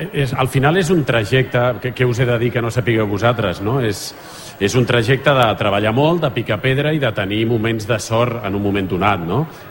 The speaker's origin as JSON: {"language": "Catalan", "town": "Sant Boi de Llobregat", "region": "Catalonia", "country": "Spain", "tie": "born or raised there", "said": "Soc de Sant Boi, vaig néixer aquí a l'any 77, no m'he mogut mai de Sant Boi i faig vida aquí"}